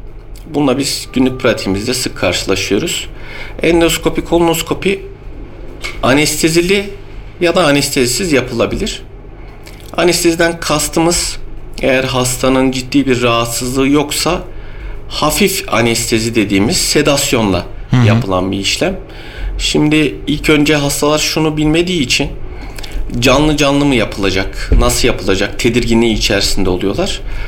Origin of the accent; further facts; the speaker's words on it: Bolvadin, Afyonkarahisar, Turkey; born there; Afyon Bolvedin doğumluyum.